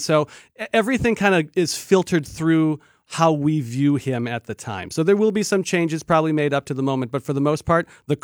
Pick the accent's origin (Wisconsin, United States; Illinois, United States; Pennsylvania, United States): Wisconsin, United States; Milwaukee; I try not to poke fun at people from Milwaukee because I am from Milwaukee and I will always have a soft spot for the city and the people that live here.